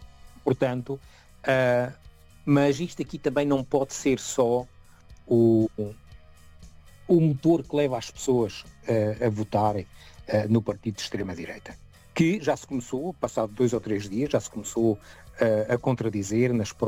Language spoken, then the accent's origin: Portuguese; Portugal; now in Germany; como português, não me agrada muito, português a residir na Alemanha